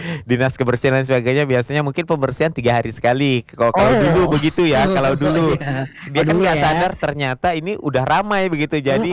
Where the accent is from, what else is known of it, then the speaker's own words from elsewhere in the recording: Sambas, West Kalimantan, Indonesia; saya sebagai orang Sambas dulunya sepi sekali